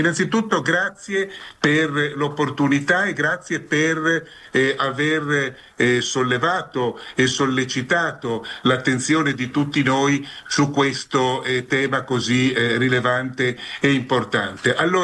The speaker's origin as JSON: {"language": "Italian", "region": "Friuli-Venezia Giulia", "country": "Italy", "said": "sono ancora in Friuli, arriverò a Roma solamente questa sera per impegni che mi trattengono nella mia terra."}